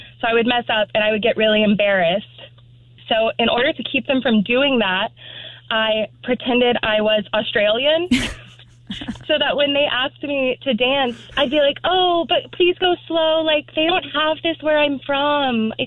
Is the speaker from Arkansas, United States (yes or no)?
no; Texas, United States; So I went to Texas A&M in College Station, and I'm from Texas, born and raised.